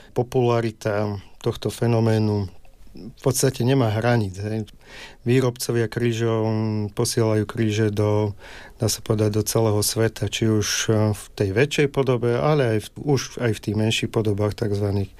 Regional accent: Hriňová, Banská Bystrica Region, Slovakia; Tým, že pochádzam z Hriňovej

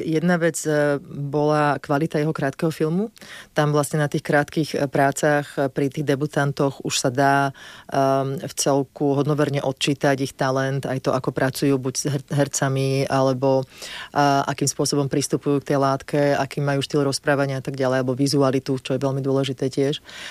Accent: Bratislava, Bratislava Region, Slovakia; ja som Bratislavčanka, ja tento kút Slovenska som veľmi málo poznala

